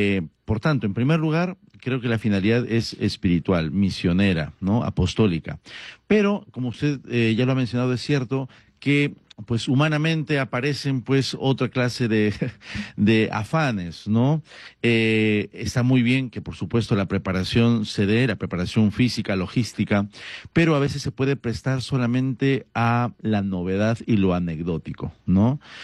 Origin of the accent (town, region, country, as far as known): Peru